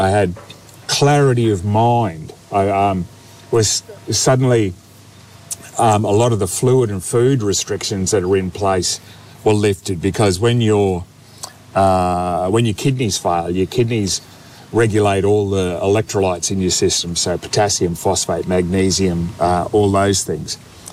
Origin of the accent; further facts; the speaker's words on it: Queensland, Australia; I grew up on the Sunshine Coast, and there was a little clique of mates who were into a lot of British punk at the time.